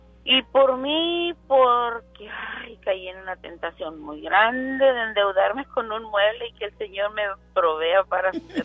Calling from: Harlingen, Texas, United States; De Harlingen

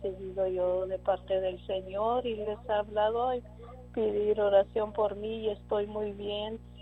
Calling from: Edinburg, Texas, United States; De aquí, de Edinburgh.

